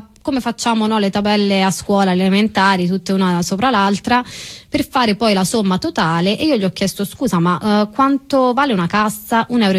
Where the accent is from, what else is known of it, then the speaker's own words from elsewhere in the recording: Calabria, Italy; E io gli ho detto no, guarda, sono calabrese, che però effettivamente davanti al Marocco, quindi i miei tratti spesso venivano confusi